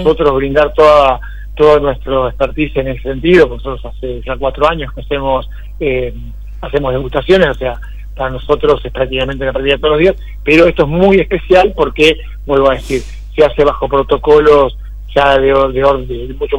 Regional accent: Buenos Aires, Argentina; accent: porteño; por más que mi tonada sea porteña

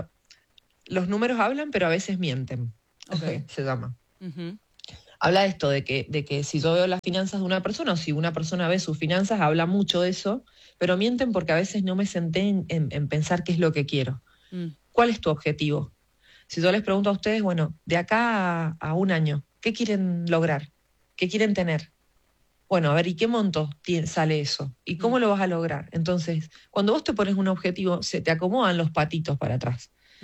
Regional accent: Mendoza, Argentina; Disfruto Mendoza, soy mendocina

